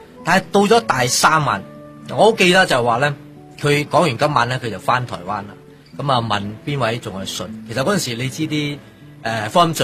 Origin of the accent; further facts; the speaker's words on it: Ipoh, Perak, Malaysia; 因为我家乡其实1970几年嘅时候咧系怡宝其中几个区卖白粉嘅黑区